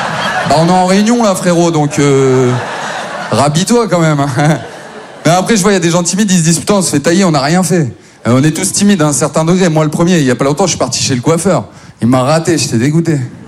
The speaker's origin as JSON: {"language": "French", "town": "Maubeuge", "region": "Hauts-de-France", "country": "France", "lives_now": "Paris, France", "said": "Non, Maubeuge, c'est une petite ville dans leur Pas-de-Calais, maintenant tout va bien, j'habite à Paris. Et j'ai des potes de Maubeuge"}